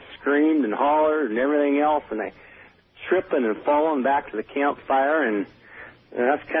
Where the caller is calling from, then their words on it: Darrington, Washington, United States; I'm calling from Darrington, Washington.